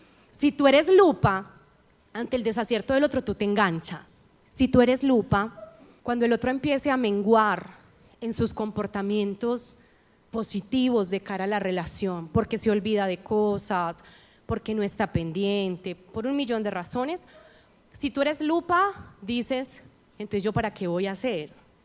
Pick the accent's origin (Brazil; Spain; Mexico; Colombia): Colombia; Sonsón, Antioquia; born there; le muestro que yo nací en Sonsón, Antioquia. Que vos hablas duro, yo hablo peor.